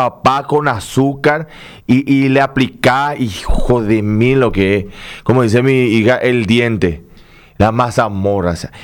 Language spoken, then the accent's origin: Spanish; Asunción, Paraguay; yo me crié en Asunción, no soy del interior del país. Después de viejo pisé el interior del país.